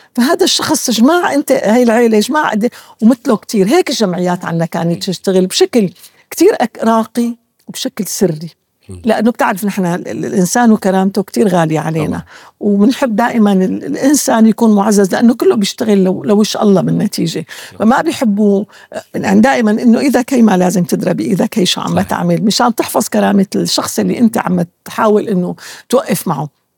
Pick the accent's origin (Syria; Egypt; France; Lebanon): Syria; Damascus, Damascus Governorate; الشام غالية علينا نحن، فأنا احنا الأصليين أهل